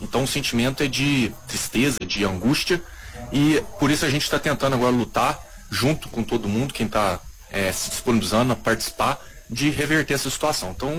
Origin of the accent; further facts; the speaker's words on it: Três Corações, Minas Gerais, Brazil; Eu sou nascido e criado em Três Corações, tenho 36 anos que eu estou aqui